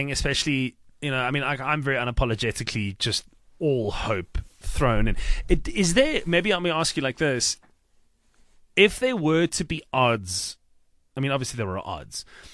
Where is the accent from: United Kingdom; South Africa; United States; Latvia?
South Africa; as a South African